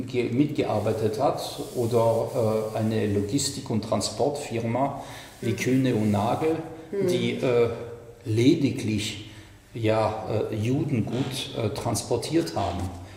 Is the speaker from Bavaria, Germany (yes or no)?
yes; Munich, Bavaria, Germany